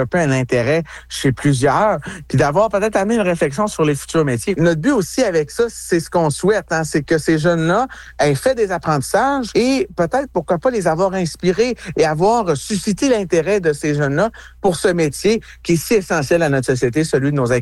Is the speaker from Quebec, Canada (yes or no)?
yes; Quebec, Canada; comment ça fonctionne dans les fermes chez nous en Abitibi-Ouest.